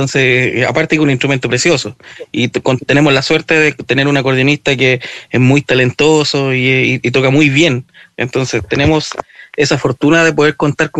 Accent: Monte Águila, Biobío, Chile; somos tres de Monte Águila. pueblito que está cercano a Laja, en la comuna de Cabrero.

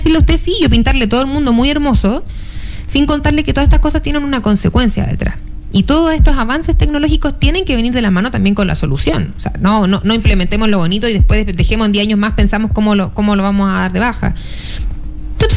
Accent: La Serena, Coquimbo, Chile; Soy de La Serena, amo mi región, creo que la he recorrido prácticamente completa.

